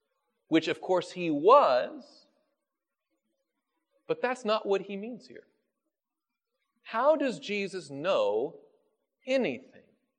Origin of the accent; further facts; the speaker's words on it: the South, United States; I grew up in the South, and we have a saying that something is fast or as quick as greased lightning.